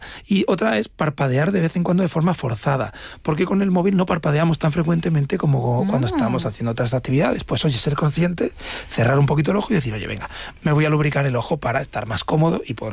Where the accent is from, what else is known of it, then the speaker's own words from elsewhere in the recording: Madrid, Community of Madrid, Spain; Los que somos de Madrid o de grandes ciudades, pues nos vamos a la playa